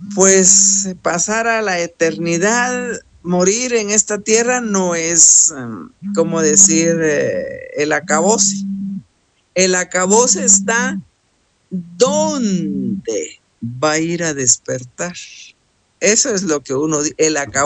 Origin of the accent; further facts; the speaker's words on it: Guatemala; en mi país, aquí donde yo vivo en Guatemala